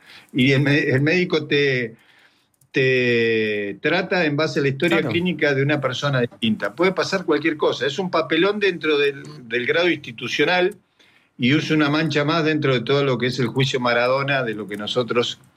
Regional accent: Argentina

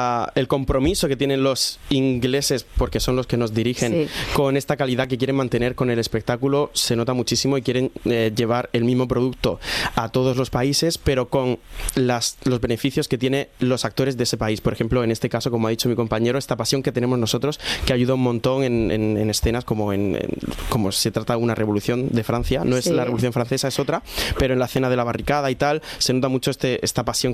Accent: Lorca, Region of Murcia, Spain; now in Madrid, Spain; Pues siempre es un orgullo también, o sea, lo dice gente de Lorca, de donde yo soy y tal.

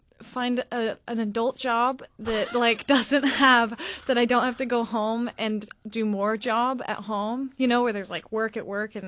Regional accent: Utah, United States; now in Juneau, United States; I'm from Utah.

